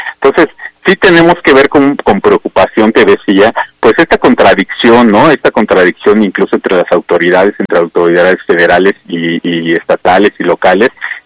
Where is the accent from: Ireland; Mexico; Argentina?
Mexico; nosotros como mexicanos